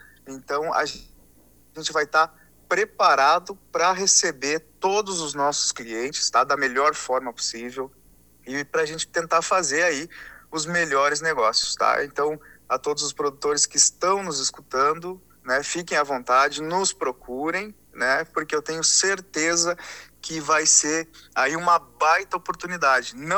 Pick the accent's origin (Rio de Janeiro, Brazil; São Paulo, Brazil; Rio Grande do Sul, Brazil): Rio Grande do Sul, Brazil; Cruz Alta; born there; now in Bagé, Brazil; Eu, natural, …, eu sou de Cruz Alta.